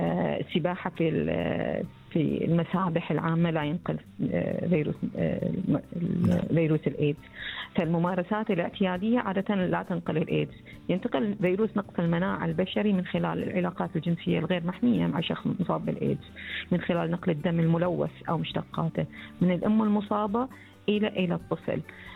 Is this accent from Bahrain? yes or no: yes; Bahrain; إجراء الفحص يتم عندنا في البحرين